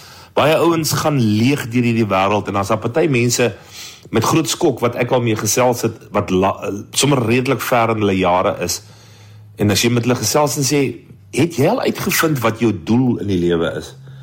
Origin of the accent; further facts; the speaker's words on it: Vredendal, Western Cape, South Africa; ek kom af van Vredendal se wêreld af. Ons het maar ons eie manier van dinge doen. En ek kom met agter, ek is 57 jaar oud